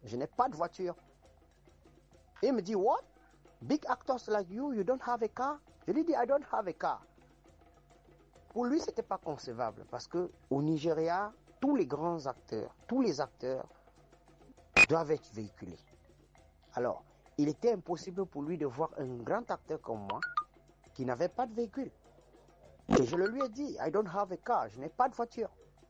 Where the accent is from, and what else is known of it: Cameroon